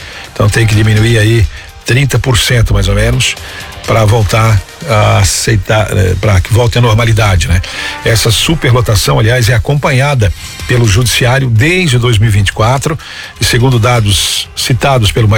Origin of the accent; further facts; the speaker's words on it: Santo Amaro da Imperatriz, Santa Catarina, Brazil; born there; em Santo Amaro da Imperatriz, onde eu nasci, lá na Grande Florianópolis.